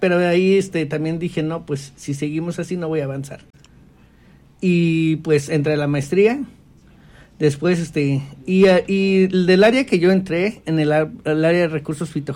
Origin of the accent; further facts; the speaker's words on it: Chiatitla, Hidalgo, Mexico; first language Nahuatl; Spanish is a second language; Yo nací en un pueblo que se llama Chiatitla, del municipio de Yahualica, del estado de Hidalgo. Uh-huh. En mi pueblo, nací en el 85, y aproximadamente desde... Mi lengua materna es náhuatl. Uh-huh. Yo nací hablando náhuatl.